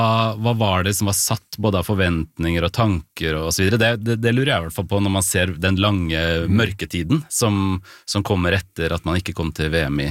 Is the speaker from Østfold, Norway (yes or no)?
yes; Fredrikstad, Østfold, Norway; Jeg kommer jo fra Fredrikstad, så jeg jo litt sånn, har en litt skjevhet her også. Jeg bor bare et par kilometer unna Østsida stadion